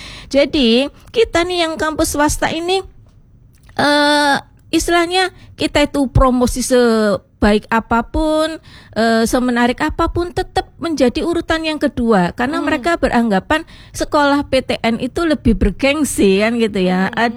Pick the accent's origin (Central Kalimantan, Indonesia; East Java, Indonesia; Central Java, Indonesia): East Java, Indonesia; Surabaya; saya orang Surabaya juga ya.